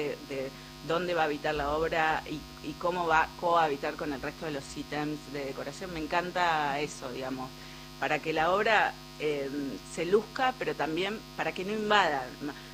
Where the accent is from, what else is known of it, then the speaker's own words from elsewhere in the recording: Buenos Aires Province, Argentina; soy oriunda de la zona sur del conurbano bonaerense, pero bueno, si te vas un poco más, te tildan